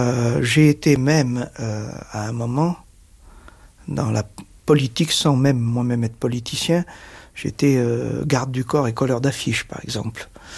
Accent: Nice, Provence-Alpes-Côte d'Azur, France; born there

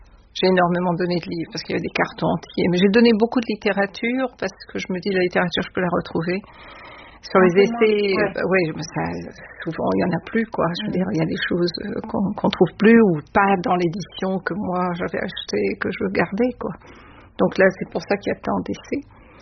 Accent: Réunion, France; Bon, moi, je viens de La Réunion, c'est un axe Afrique-Asie, donc on est très loin de la France.

